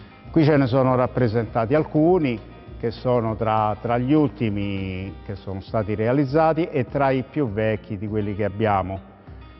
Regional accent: Rome, Lazio, Italy; specie per noi che siamo nati e cresciuti a Trastevere

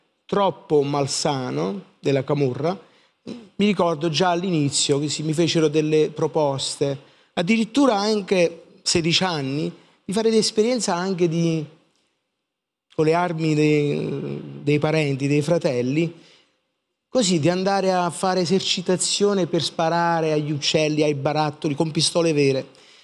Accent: Caivano, Campania, Italy; io sono di Caivano di origine e, diciamo, dopo il terremoto dell'80 siamo andati in queste case popolari, cosiddetto Parco Verde. Sono andato all'età di 14 anni

